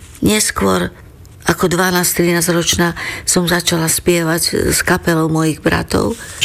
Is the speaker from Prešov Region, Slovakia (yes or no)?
yes; Turany nad Ondavou, Prešov Region, Slovakia; V našom domčeku v Turanoch nad Ondavou, odkiaľ pochádzam.